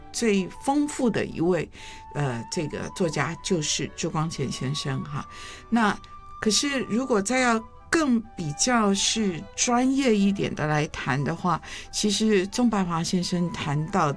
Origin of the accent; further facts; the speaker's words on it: Shanghai, China; 特别我是上海人，上海人是农农农，啊，就是你，我听我父亲都是农怎么样农怎么样